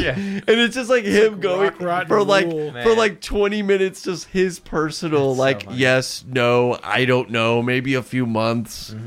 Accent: Tennessee, United States; I mean, I grew up in Tennessee. Like … pretty cool, but I do hear him a lot.

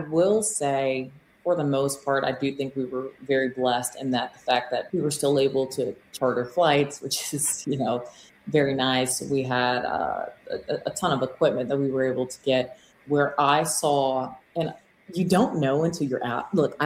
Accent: South Carolina, United States; moved away; I grew up in South Carolina.

